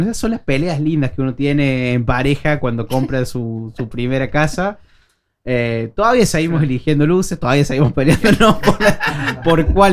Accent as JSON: {"language": "Spanish", "country": "Argentina", "moved": "yes", "lives_now": "Oslo, Norway", "said": "¿Cómo somos los argentinos? Eso, de Argentina."}